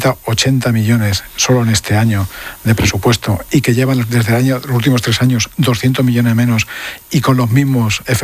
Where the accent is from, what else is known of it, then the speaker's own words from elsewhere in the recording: Madrid, Community of Madrid, Spain; los que somos madrileños, cada vez que nos dicen los de Madrid, bastante tenemos en Madrid